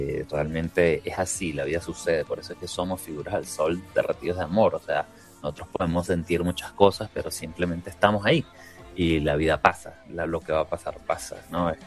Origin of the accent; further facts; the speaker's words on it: Caracas, Capital District, Venezuela; now in Bogotá, Colombia; En 2019 nos mudamos a Bogotá, estamos acá, somos oriundas de Caracas, Venezuela. Nuestra madre es bogotana y por eso migramos acá a la ciudad